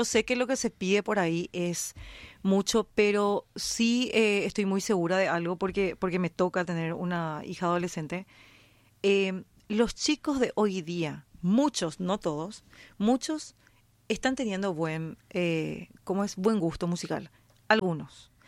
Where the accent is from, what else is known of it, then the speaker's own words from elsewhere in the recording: Paraguay; misma como paraguaya te digo